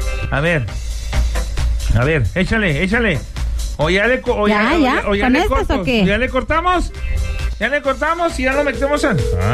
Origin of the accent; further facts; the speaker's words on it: Sinaloa, Mexico; no te esponjes porque soy de Sinaloa.